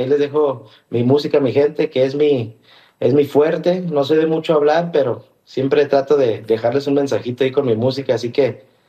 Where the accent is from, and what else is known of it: Jiquilpan, Michoacán, Mexico